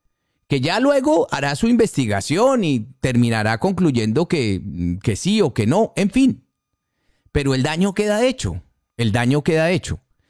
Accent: Argentina; ¿Cuándo se vio como en Argentina, por ejemplo, que amenazábamos no pagar la deuda externa porque el país estaba quebrado?

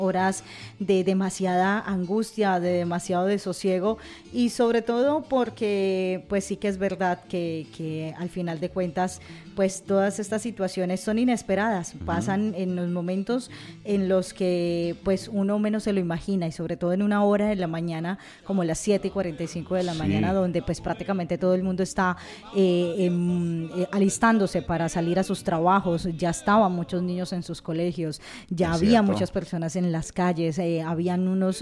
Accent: Colombia; particularmente como colombianos

